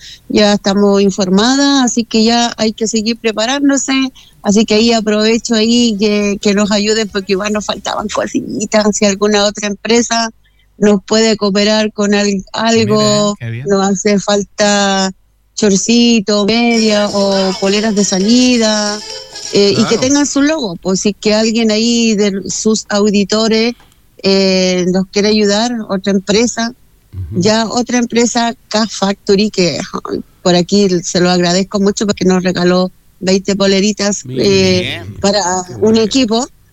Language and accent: Spanish; Viña del Mar, Valparaíso, Chile; No, yo soy de Viña.